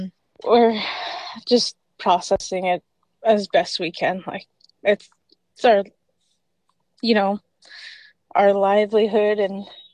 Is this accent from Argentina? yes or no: no; Penticton, British Columbia, Canada; I'm originally from Penticton, and my home community is Penticton Indian Band.